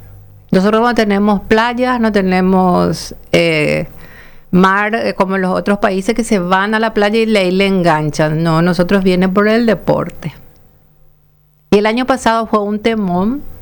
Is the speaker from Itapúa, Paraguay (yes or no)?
no; Alto Paraná, Paraguay; yo soy del Alto Paraná, yo soy de la frontera